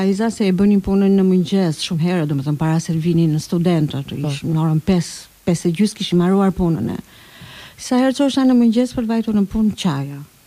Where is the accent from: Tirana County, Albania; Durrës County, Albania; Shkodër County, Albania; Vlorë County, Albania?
Durrës County, Albania; Durrës; ndje më shumë Gjirokastrite se sa Durrësake, që ditërisht, sepse jam lindur e rritur në Durrës, po ndjem Gjirokastrite në genet e mija, kam në genet.